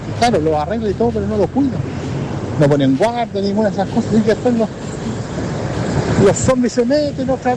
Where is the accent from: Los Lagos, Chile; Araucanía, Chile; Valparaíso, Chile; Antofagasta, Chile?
Antofagasta, Chile; porque yo soy de Antofagasta y vengo de años de que nací, que me acuerdo de este edificio ahí.